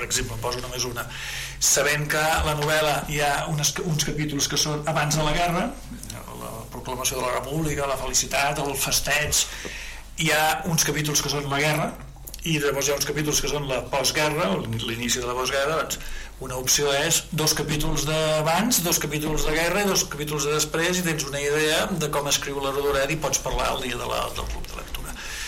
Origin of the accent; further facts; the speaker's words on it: Catalonia, Spain; Jo també soc catalana